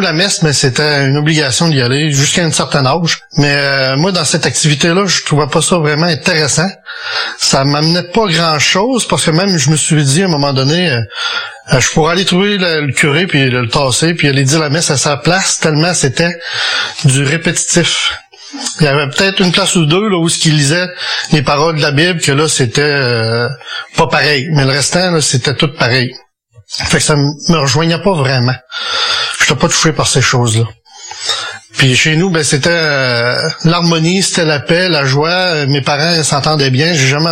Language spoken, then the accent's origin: French; Quebec, Canada; J'ai grandi en Gaspésie, dans un petit village, où mes parents étaient très croyants, très pratiquants, catholiques.